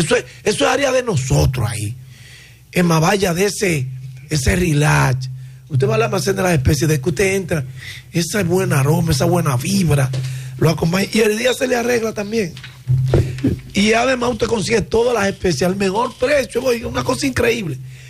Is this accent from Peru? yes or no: no; Dominican Republic; Somos dominicanos.